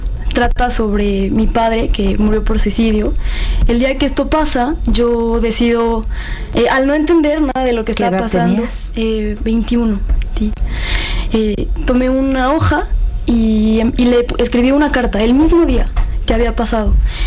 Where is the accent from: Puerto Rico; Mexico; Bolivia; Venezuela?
Mexico; Puebla; Mi mamá, sí, también. Vive en Puebla, somos todos de Puebla.